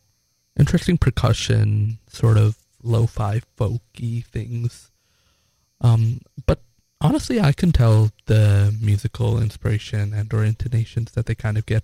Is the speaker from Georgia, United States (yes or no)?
no; Phoenix, Arizona, United States; moved away; my hometown of Phoenix, Arizona.